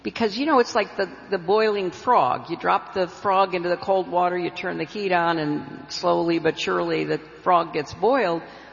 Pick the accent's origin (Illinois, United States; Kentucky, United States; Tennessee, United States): Illinois, United States; Park Ridge; also born or lived in Chicago; I was living in Park Ridge, Illinois. I was born in Chicago, but I grew up in Park Ridge.